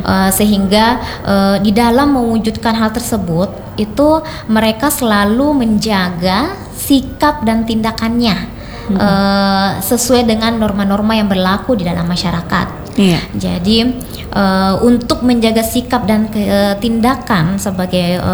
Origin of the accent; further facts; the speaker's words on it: Indonesia; kita tidak hanya mempertahankan alat komunikasi kita sebagai orang Bugis menggunakan bahasa Bugis